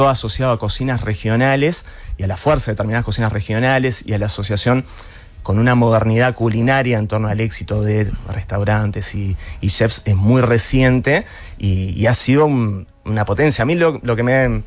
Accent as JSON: {"language": "Spanish", "town": "Montebelluna", "region": "Veneto", "country": "Italy"}